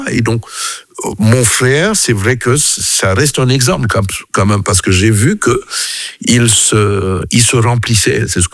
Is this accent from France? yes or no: no; Cameroon; first language French; moved away as an adult; mes parents, alors qu'on a grandi au Cameroun jusqu'à nos 18-19 ans, devaient dire à nos tantes, nos oncles, non, ne leur parlez pas notre langue maternelle, parce qu'ils doivent parler le mieux le français possible.